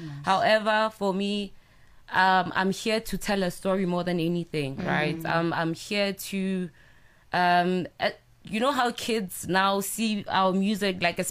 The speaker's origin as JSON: {"language": "English", "town": "Pretoria", "region": "Gauteng", "country": "South Africa", "tie": "born or raised there", "said": "I grew up in Mums, right? And in Mamelodi"}